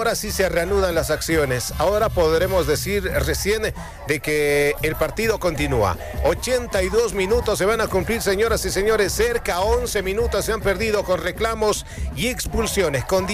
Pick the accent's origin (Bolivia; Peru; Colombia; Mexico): Bolivia; somos bolivianos todos